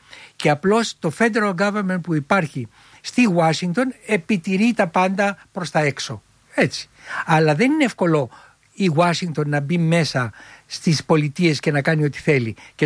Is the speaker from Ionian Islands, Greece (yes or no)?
no; Filothei, Attica, Greece; γεννήθηκα στη Φιλοθέη. Γέννημα θρέμα.